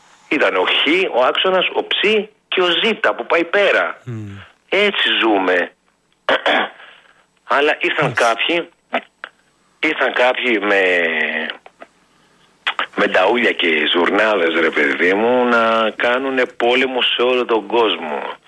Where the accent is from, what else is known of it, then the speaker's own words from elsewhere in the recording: Greece; born there; moved away; γεννηθήκαμε σε μια χώρα που, εντάξει, κάτι έχει κάνει